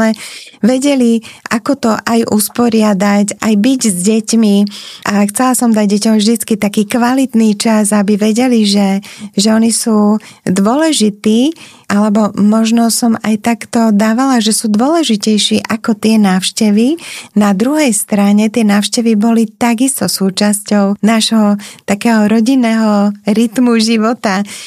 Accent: Bratislava, Bratislava Region, Slovakia; born there; moved away as an adult; also born or lived in Liptov; keď som sa z Bratislavy teda presťahovala na Liptov a tam sme bývali 14 rokov s mojim manželom

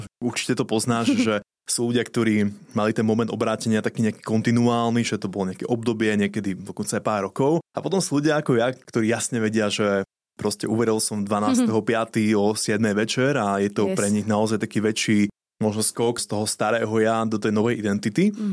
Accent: Levice, Nitra Region, Slovakia; moved away as an adult; now in Bratislava, Slovakia; Pochádzam z Lavíc, ale už viac ako 10 rokov žijem v Bratislave, kde pracujem.

